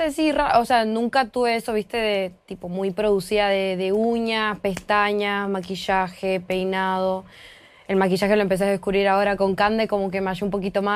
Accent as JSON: {"language": "Spanish", "region": "Buenos Aires", "country": "Argentina", "said": "Yo, de Mataderos."}